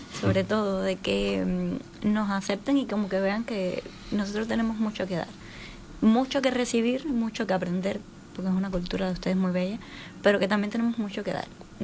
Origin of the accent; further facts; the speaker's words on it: Cuba; moved away as an adult; now in Uruguay; tengo toda mi familia en Cuba, yo estoy sola aquí. Con mi esposo sí, pero solo aquí. Pero no me veo allá de nuevo.